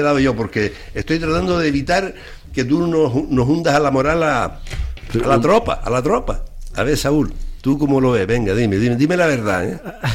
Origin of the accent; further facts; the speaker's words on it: Las Palmas, Canary Islands, Spain; Digo, sí, claro que soy de Las Palmas.